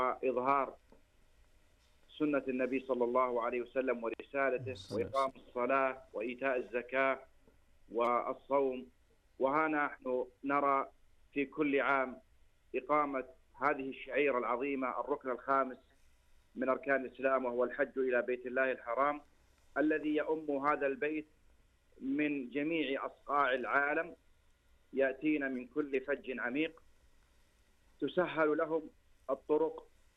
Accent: Saudi Arabia; بلادنا المملكة العربية السعودية

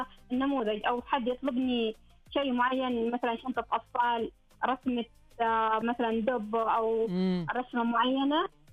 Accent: Jazan Province, Saudi Arabia; أنا كنت من جازان، أنا جازانية.

